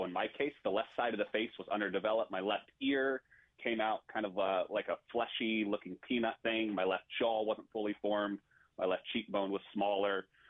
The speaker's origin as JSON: {"language": "English", "town": "Raleigh", "region": "North Carolina", "country": "United States", "tie": "born or raised there", "also_born_or_lived": "Brooklyn, New York", "lives_now": "Eugene, United States", "said": "My family's all on the East Coast. They are all in Richmond, Virginia, though we grew up in Raleigh, North Carolina."}